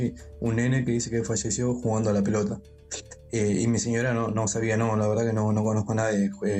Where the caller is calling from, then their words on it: Monte Grande, Buenos Aires Province, Argentina; De zona sur, de acá de Monte Grande.